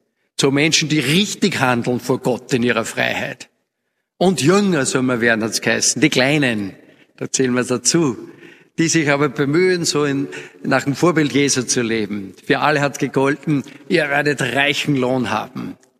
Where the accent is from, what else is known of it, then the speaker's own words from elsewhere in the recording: Upper Austria, Austria; Heuer haben wir gesehen, ein schwieriges Jahr, zumindest bei uns im Mühlviertel.